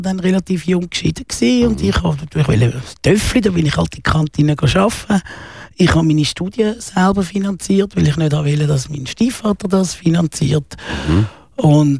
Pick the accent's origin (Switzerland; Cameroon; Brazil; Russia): Switzerland; Zurich; Das macht man in Chile und irgendwo sonst auf der Welt, aber doch nicht bei uns in Zürich vor der Haustür.